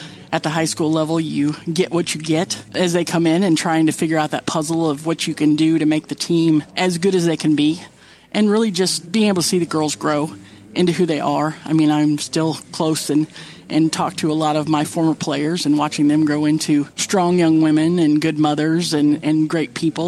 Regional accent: Belton, Missouri, United States; I grew up in Belton and we didn't have state.

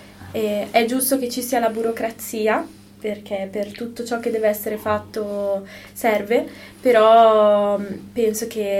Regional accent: Segrate, Lombardy, Italy; moved away as an adult; also born or lived in Milan; now in Switzerland; se non si capisce. E ho 22 anni, sono nata e cresciuta a Milano, in realtà in periferia.

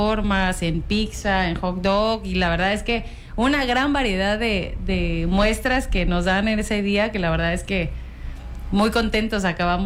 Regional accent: Tabasco, Mexico; todos los que somos tabasqueños

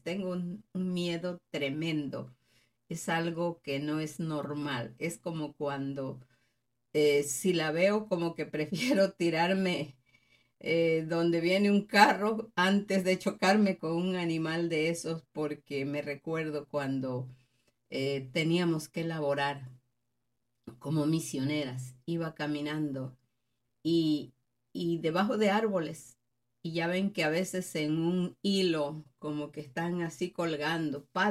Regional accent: Tabasco, Mexico; Yo me acuerdo cuando era chiquita, pues de donde yo soy, Tabasco

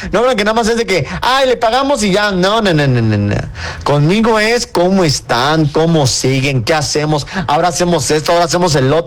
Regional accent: Mexico

